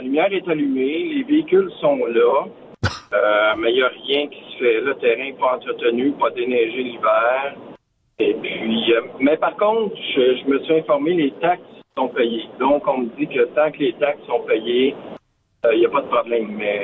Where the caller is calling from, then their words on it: Prévost, Quebec, Canada; J'habite à Prévost.